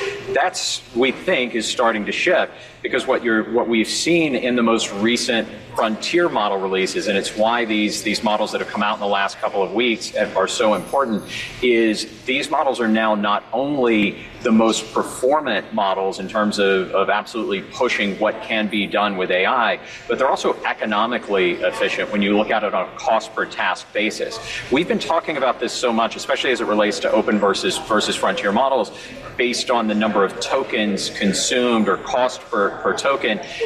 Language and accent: English; Alabama, United States; born or raised there